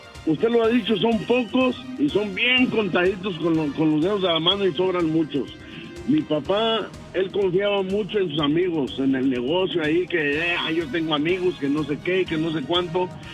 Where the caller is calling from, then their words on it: Idaho, United States; yo no soy de Utah, soy de Idaho.